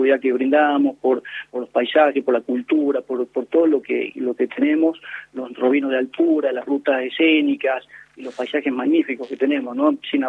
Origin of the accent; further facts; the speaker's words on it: Salta, Argentina; como argentinos y salteños confiamos en que esto va a mejorar